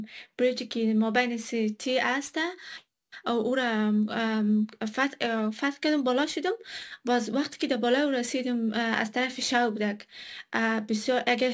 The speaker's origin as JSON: {"language": "Persian", "area": "Jaghori", "region": "Ghazni", "country": "Afghanistan", "tie": "born or raised there", "also_born_or_lived": "Kabul / India", "moved": "as an adult", "lives_now": "Australia", "said": "ما در جاغوری کلان شدم، جاغوری غزنی."}